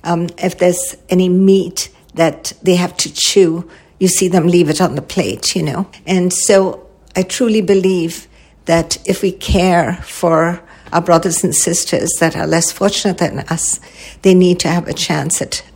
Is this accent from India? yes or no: yes; India; I grew up in India and I saw so much poverty.